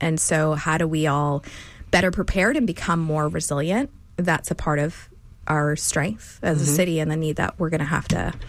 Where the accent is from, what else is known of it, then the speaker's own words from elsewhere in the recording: Houston, Texas, United States; I was born and raised in Houston. I love Houston.